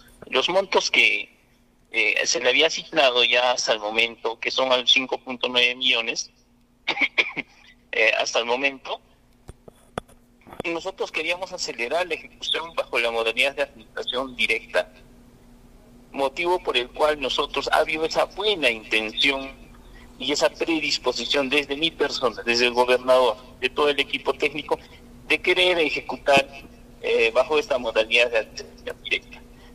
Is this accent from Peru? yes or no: yes; Chalhuahuacho, Apurímac, Peru; para que nuestros hermanos puedan gozar de estos servicios y puedan vivir dignamente como peruanos y como buenos chalhuachinos.